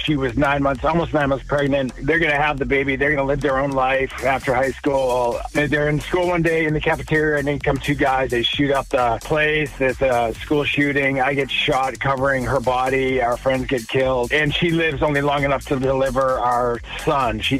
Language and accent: English; Plymouth, Massachusetts, United States; born or raised there